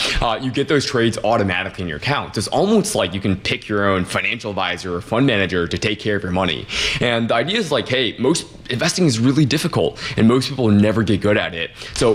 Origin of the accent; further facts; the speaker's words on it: Detroit, Michigan, United States; Yeah, so born and raised in Detroit, my parents are immigrants. We didn't have a lot of money growing up.